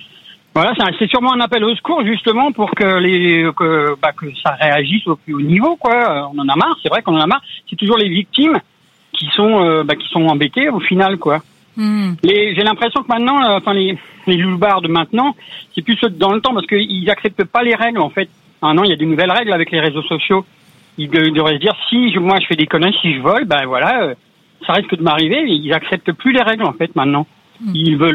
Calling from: La Suze-sur-Sarthe, Pays de la Loire, France; De la Suze, sur Sarthe, à côté du Mans.

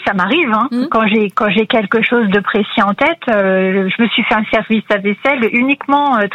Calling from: Mâcon, Bourgogne-Franche-Comté, France; De Mâcon.

